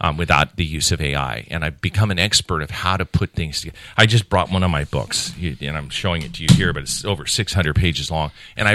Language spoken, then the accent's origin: English; Redding, California, United States; born there; being born in Reading, California, and the fact that I'm an American.